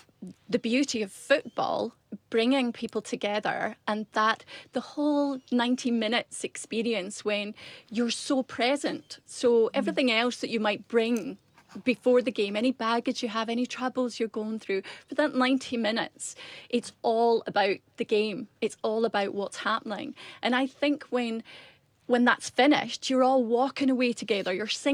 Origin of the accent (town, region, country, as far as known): Scotland, United Kingdom